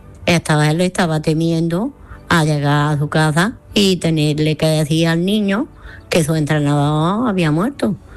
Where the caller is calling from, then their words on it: Granada, Andalusia, Spain; de Granada.